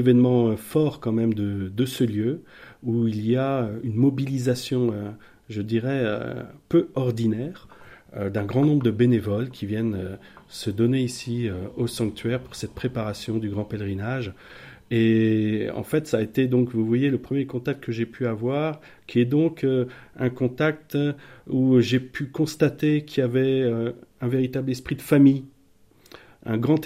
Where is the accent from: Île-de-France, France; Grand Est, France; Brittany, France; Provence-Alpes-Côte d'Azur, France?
Brittany, France; je dirais que je suis un breton qui est en train de se faire adopter dans le Berry.